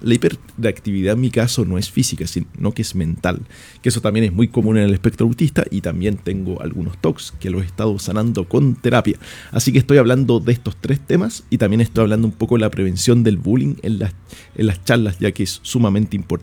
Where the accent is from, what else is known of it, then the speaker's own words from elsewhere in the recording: Santiago, Santiago Metropolitan Region, Chile; soy de Santiago